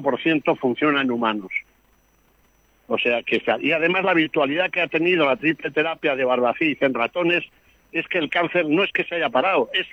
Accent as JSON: {"language": "Spanish", "country": "Spain", "said": "yo soy español, obviamente"}